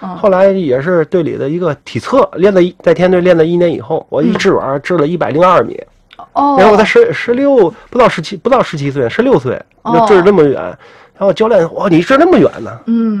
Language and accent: Chinese; Tianjin, China